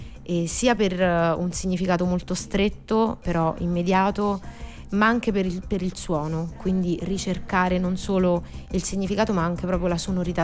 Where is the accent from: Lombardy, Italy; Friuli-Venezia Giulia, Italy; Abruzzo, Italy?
Abruzzo, Italy; L'Aquila; now in Rome, Italy; Sono dell'Aquila, ma ormai vivo da metà vita a Roma, quindi quasi adottata.